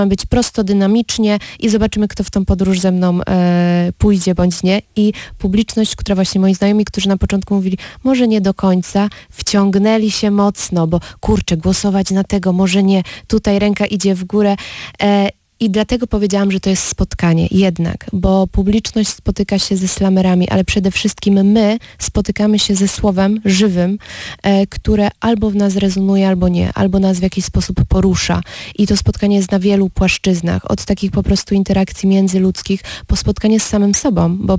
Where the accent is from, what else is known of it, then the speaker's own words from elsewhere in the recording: Opole, Opole Voivodeship, Poland; u nas w Opolu